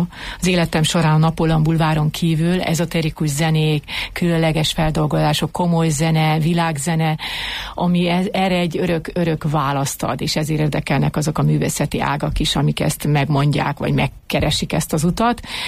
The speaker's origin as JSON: {"language": "Hungarian", "town": "Siófok", "region": "Somogy", "country": "Hungary", "tie": "born or raised there", "moved": "yes", "said": "egy darabig mi új helyen laktunk, és utána költöztünk Siófokra, és ott kereszteltettem meg magamat"}